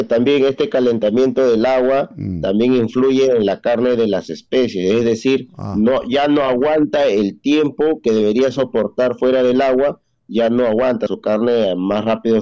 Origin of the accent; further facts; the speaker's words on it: Aucallama, Lima, Peru; yo que soy de Aucayama